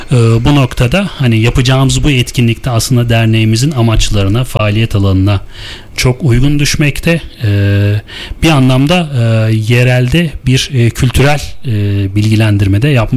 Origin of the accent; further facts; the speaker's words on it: Şuhut, Afyonkarahisar, Turkey